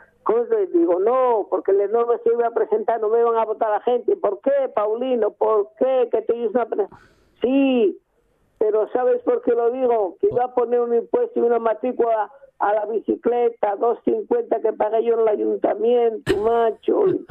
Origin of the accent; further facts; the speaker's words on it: Asturias, Spain; born there; que nacimos en el Valle del Nalón y lo apreciamos